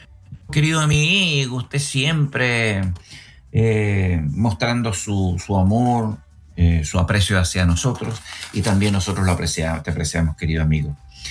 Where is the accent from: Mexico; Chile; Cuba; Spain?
Chile